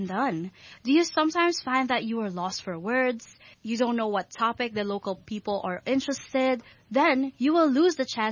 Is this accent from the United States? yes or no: no; Philippines; moved away as an adult; now in Hong Kong; I'm the host … I'm a Filipina.